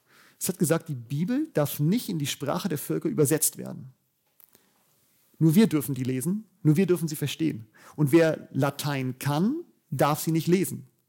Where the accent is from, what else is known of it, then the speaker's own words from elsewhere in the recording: Bavaria, Germany; In dem Dorf, wo ich gerade wohne, ich komme aus Bayern